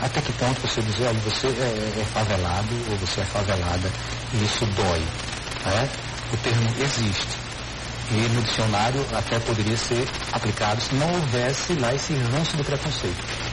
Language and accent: Portuguese; Brazil; moved away; Eu sou do Agreste, nasci no Agreste e depois eu vim para cá, né? Estou há mais de 40 anos aqui.